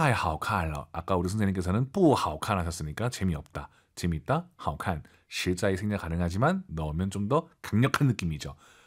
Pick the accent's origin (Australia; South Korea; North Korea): South Korea; 우리 한국인 입장에서는 게임하니까 쪼어 요시 되거든요.